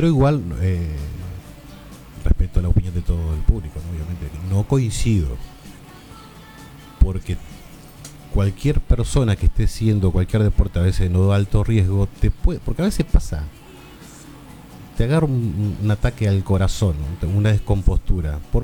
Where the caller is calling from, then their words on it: Argentina; yo vivo en La Bianca.